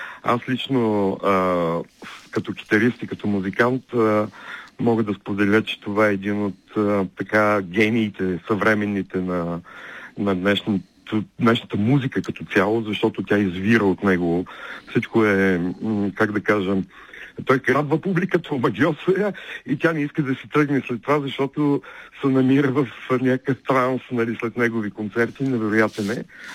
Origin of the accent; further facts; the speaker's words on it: Plovdiv, Plovdiv Province, Bulgaria; аз съм пловдивчанин.